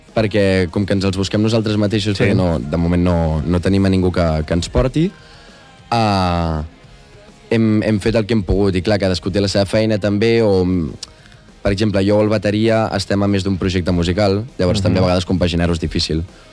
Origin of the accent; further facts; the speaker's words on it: El Vendrell, Catalonia, Spain; el fet de ser de Vendrell de tota la vida